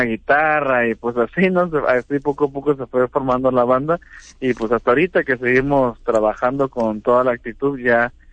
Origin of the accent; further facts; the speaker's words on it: Cosoleacaque, Veracruz, Mexico; los fundadores somos de Cosoleacaque